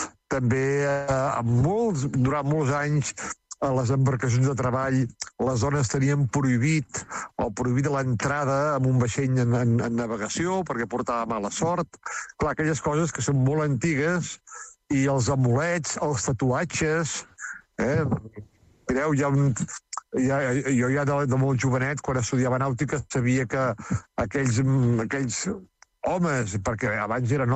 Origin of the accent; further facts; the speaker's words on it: Vilassar, Catalonia, Spain; en el meu poble, Vilassar, i a molts pobles del Maresme, passaven el rosari a la porta de casa